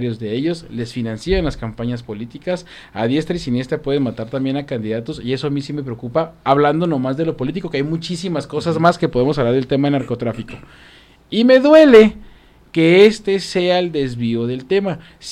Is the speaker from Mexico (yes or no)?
yes; Mexico; Ahorita nos corresponde a todos como mexicanos